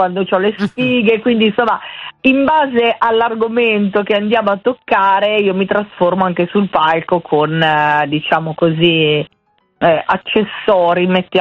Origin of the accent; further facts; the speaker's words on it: Pioltello, Lombardy, Italy; io sono proprio di Pioltello e quindi … così semplice senza H